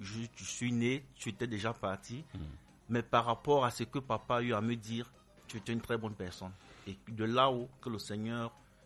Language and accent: French; Littoral, Cameroon; Je chante en Douala, je suis en Douala.